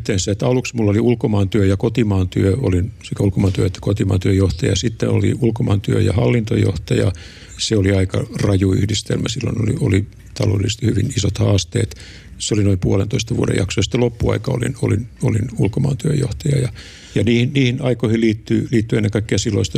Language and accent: Finnish; Vaasa, Ostrobothnia, Finland; Vaasahan on mun kotikaupunki, mä oon syntynyt ja kasvanut siellä.